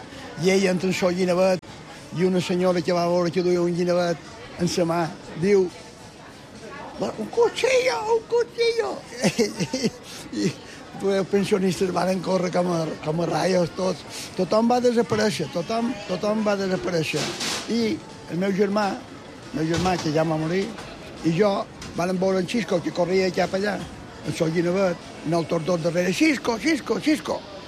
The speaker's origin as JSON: {"language": "Catalan", "town": "Palma", "region": "Balearic Islands", "country": "Spain", "tie": "born there", "said": "Jo vaig néixer en el Matadero. M'entén, ma mare pelava peus i jo em fotien a dins un meritxanota i me tiraven un racó. Això és així. Quan vaig començar a caminar, ma mare pelava peus i jo estava a 50 metres de la nave dels xocs, de l'escorxó de Palma."}